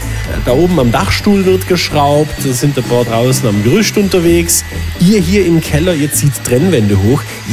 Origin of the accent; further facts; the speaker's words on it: Trentino-Alto Adige, Italy; Da sind wir Südtiroler ja in vielen Kategorien Favoriten